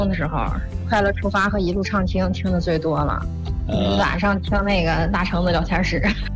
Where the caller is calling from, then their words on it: Shijiazhuang, Hebei, China; 石家庄的